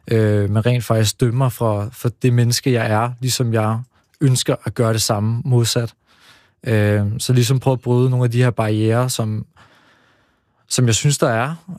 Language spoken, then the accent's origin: Danish; Slagelse, Zealand, Denmark; also born or lived in Israel; Altså, jeg er vokset op i delvis i Slagelse, hvor at jeg flere gange er blevet enten troet eller jagtet på baggrund af, hvor jeg er fra.